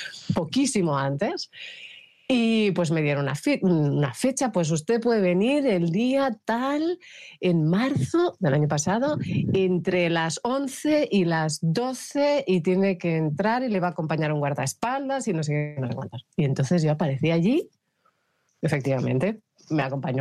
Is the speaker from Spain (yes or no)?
yes; Madrid, Community of Madrid, Spain; Y en Madrid, que precisamente es la ciudad de donde yo soy, donde más he vivido